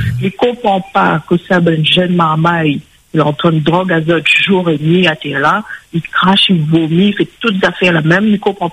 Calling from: Saint-Pierre, Réunion; Oui, je suis de Saint-Pierre, centre-ville.

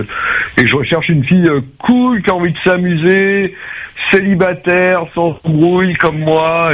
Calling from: Réunion; Moi, ça fait 25 ans que je suis à La Réunion.

